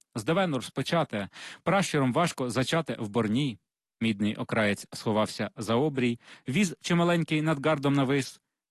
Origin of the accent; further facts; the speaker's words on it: Yuzhnoukrainsk, Mykolaiv Oblast, Ukraine; сучасного міста, звідки я родом, Южна, а тепер уже Південна Українська.